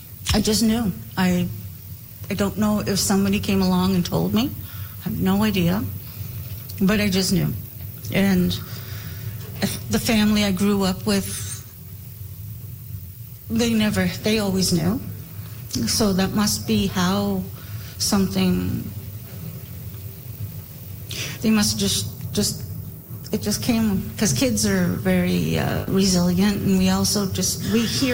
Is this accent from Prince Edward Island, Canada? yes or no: yes; Summerside, Prince Edward Island, Canada; Growing up in a non-Indigenous family I grew up in Summerside. I didn't fit in there.